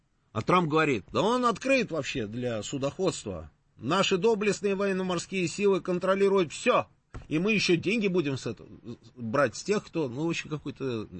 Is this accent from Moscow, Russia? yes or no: yes; Moscow, Russia; Я говорю, из Москвы. О, чую же говор.